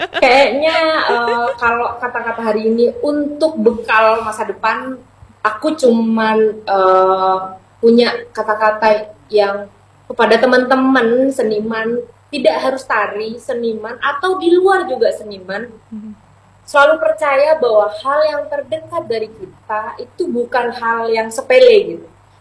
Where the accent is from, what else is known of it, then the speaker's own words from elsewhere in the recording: East Java, Indonesia; tidak hanya dari sudut pandang aku sebagai orang Madura gitu.